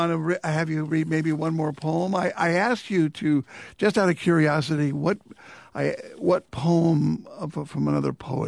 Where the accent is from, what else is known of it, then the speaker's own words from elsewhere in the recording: the Midwest, Illinois, United States; moved away; I was born in the Midwest. I was born west of Chicago. My hometown was a sundown town.